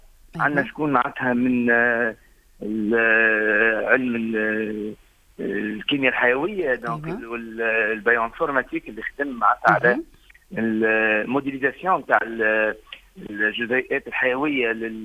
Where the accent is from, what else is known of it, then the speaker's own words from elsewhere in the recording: Tunisia; عندنا في تونس